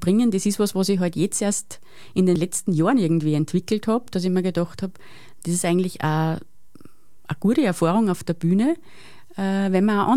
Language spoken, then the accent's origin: German; Strobl, Salzburg, Austria; Ich komme aus Strobl am Wolfgangsee